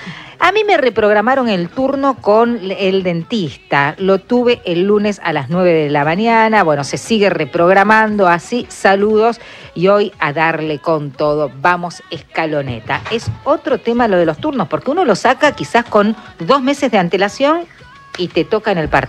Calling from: Gualeguaychú, Entre Ríos, Argentina; de Gualeguaychú.

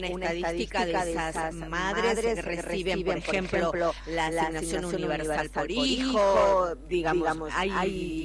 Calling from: San Martín de los Andes, Neuquén, Argentina; de San Martín de los Andes

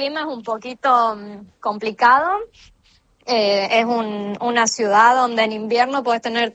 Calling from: Argentina

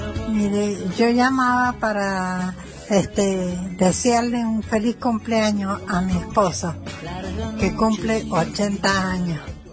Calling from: Mendoza, Argentina; de Bombal y Tabanera.

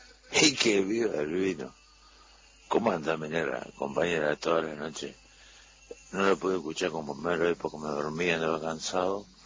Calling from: Río Negro, Uruguay; el uruguayo, de Río Negro, Radio Vento acá, cruzando el puente Gualeguaychú.

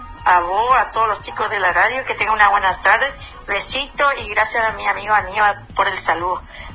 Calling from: Santo Tomé, Argentina; de Santo Tomé.

